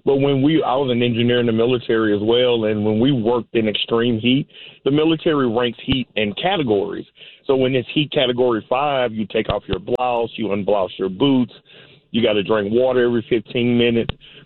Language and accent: English; Minden, Louisiana, United States; I grew up in Minden, Louisiana, right outside of Shreveport.